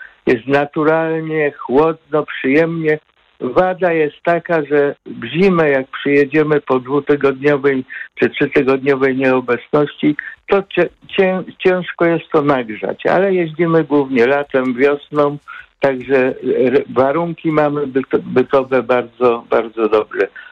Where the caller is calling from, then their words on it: Katowice, Silesian Voivodeship, Poland; Ja mieszkam w Katowicach, w bloku.